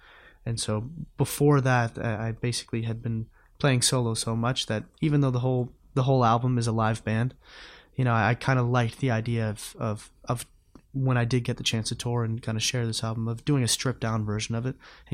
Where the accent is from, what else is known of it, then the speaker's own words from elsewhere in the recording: Sydney, Nova Scotia, Canada; and then subsequently the steel factory in Sydney in my hometown shut down